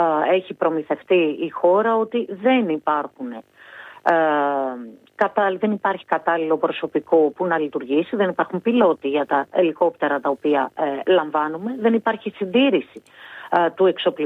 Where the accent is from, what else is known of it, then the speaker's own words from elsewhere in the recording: Eastern Macedonia and Thrace, Greece; Και θα μου επιτρέψετε και μία αναφορά στον τόπο μου. Η μεγαλύτερη πυρκαγιά την καταγράψαμε πριν 2 χρόνια στον Εύρο.